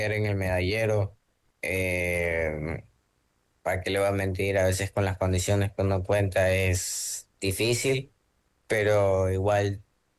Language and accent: Spanish; Ecuador; Es un orgullo siempre representar a Ecuador.